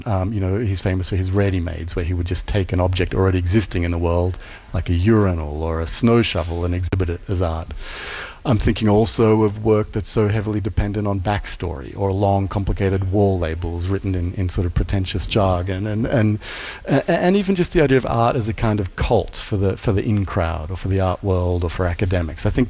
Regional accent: Australia; accent: Australian; moved away as an adult; being an Australian. You're quite right to point that out, because, you know, I've lived here almost 20 years, but I certainly grew up in Australia

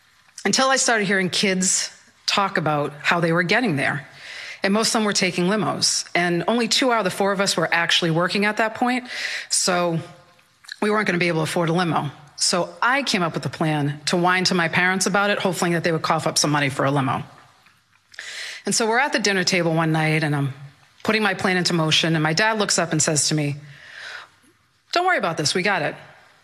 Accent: Malden, Massachusetts, United States; I'm from Malden, Massachusetts

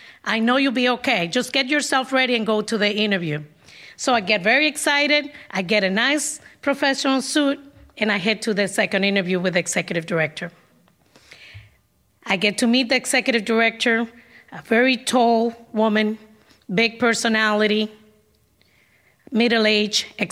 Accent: Dominican Republic; moved away as an adult; now in Boston, United States

